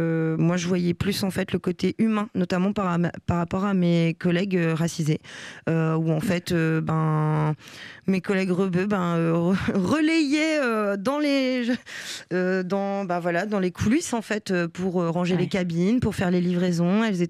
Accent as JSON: {"language": "French", "town": "Lille", "region": "Hauts-de-France", "country": "France", "tie": "born or raised there", "moved": "yes", "lives_now": "Nantes, France", "said": "Je viens du Nord"}